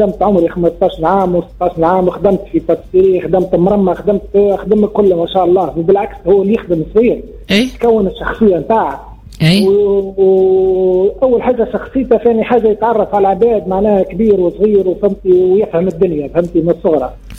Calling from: Sfax Governorate, Tunisia; نتكلم فيك من الغريبه.

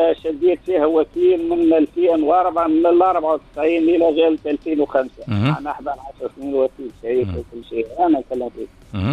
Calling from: Meknassy, Sidi Bouzid, Tunisia; من مكناسي سيدي بوزيد

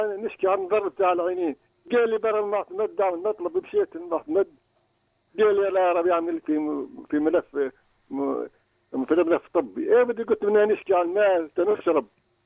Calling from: Sidi Aich, Gafsa Governorate, Tunisia; من سيدي عيش.

